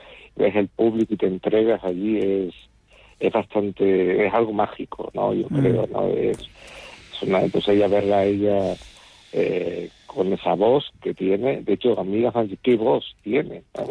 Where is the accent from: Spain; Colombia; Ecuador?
Spain; Tenerife, Canary Islands